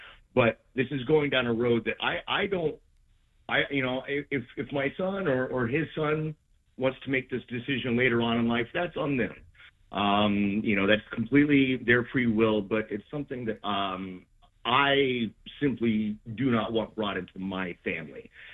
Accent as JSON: {"language": "English", "town": "Brooklyn", "region": "New York", "country": "United States", "lives_now": "Chattanooga, United States", "said": "Yes. I'm originally from Brooklyn, but I'm stuck down here, not to my own decision at the moment."}